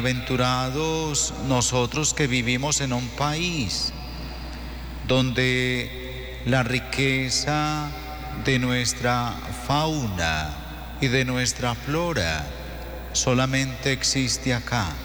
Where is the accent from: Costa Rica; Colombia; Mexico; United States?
Colombia; nosotros como pueblo colombiano